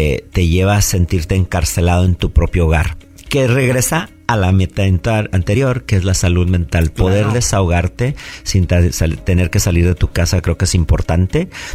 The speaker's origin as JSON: {"language": "Spanish", "country": "Mexico", "moved": "yes", "lives_now": "Central Valley, California, United States", "said": "venimos de un país hermoso, como yo soy mexicano, donde sobrevivir es muy importante"}